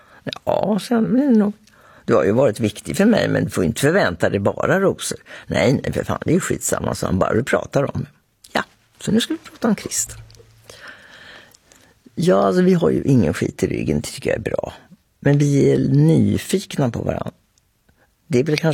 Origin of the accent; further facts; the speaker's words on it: Linköping, Östergötland, Sweden; Jag är från Linköping, han från Grisslehamn.